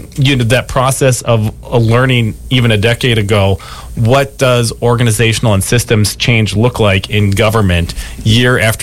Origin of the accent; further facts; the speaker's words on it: Richfield, Minnesota, United States; also born or lived in Bloomington, Minnesota; in Richfield, which is a city that I grew up in. I was born in Bloomington, attended Bloomington, Richfield, and public schools, and our family just got grounded in Richfield